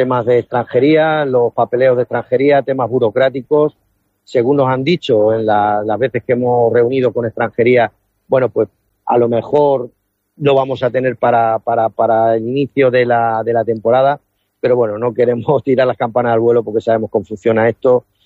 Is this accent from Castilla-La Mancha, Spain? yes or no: yes; Puertollano, Castilla-La Mancha, Spain; porque somos de Puerto Llano, somos, como decimos, hechos de acero, una ciudad minera, que nuestros orígenes sabemos cuáles son, de dónde venimos, a dónde vamos